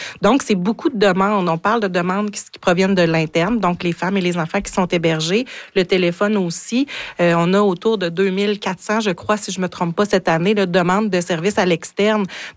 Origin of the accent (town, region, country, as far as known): Quebec, Canada